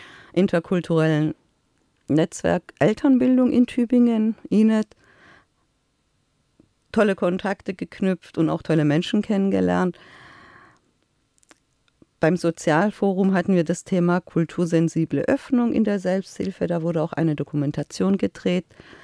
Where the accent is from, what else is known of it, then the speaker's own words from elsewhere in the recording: Iran; Ich komme ja aus dem Orient, ja, aus dem Iran.